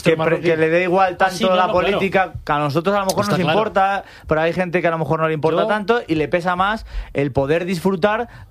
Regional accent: Spain; y mira que tengo ganas de vivir un mundial en mi país, yo me retiraría.

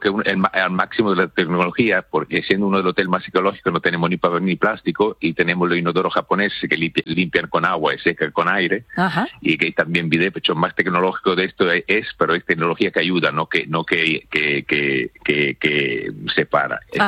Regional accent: Italy; Spanish is a second language; moved away

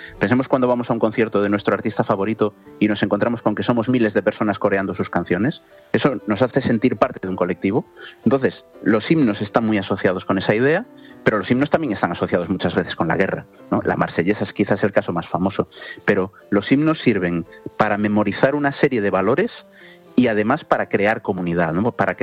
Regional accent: Galicia, Spain; Yo que soy gallego

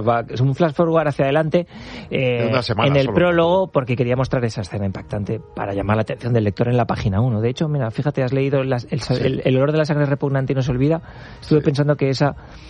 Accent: La Rioja, Spain; now in San Sebastián, Spain

